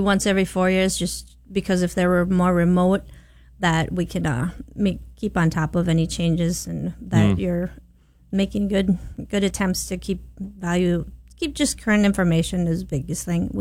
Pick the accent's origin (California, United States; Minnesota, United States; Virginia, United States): Minnesota, United States; Brandon; I'm from Brandon.